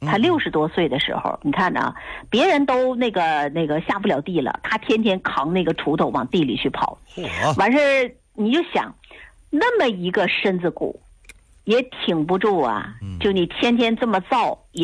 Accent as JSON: {"language": "Chinese", "region": "Northeast China", "country": "China", "tie": "born or raised there", "said": "我们过去东北农村，我老家那边我有一个老邻居，姓李，我管他叫李叔。"}